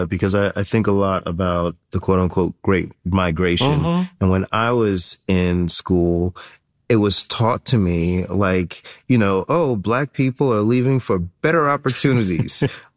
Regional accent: Florida, United States; like in my home state of Florida, they have changed the narrative.

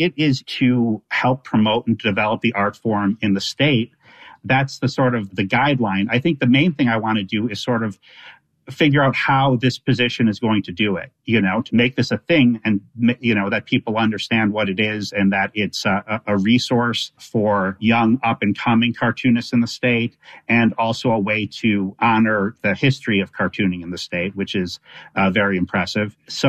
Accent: Milwaukee, Wisconsin, United States; And growing up in Milwaukee, there was a great comics section in the Milwaukee Journal and then the Milwaukee Journal Sentinel growing up.

